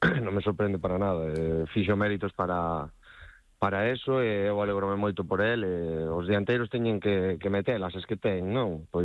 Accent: Ourense, Galicia, Spain; Sí, a ver, ao final eu son de Ourense, saiu a opción de quedar na casa

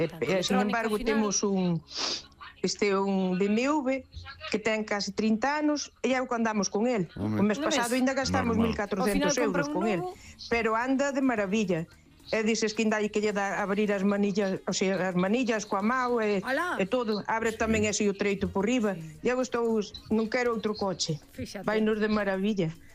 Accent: Maceda, Galicia, Spain; Hola, amigos, os días. … de Maceda.

